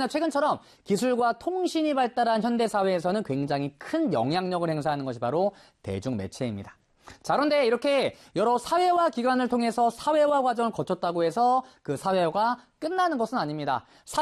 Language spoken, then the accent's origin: Korean; South Korea; 빵을 먹을 수도 있고 뭐 스파게티 먹을 수도 있지만 우리는 한국에서 자라왔기 때문에 밥을 먹고 있다는 거죠.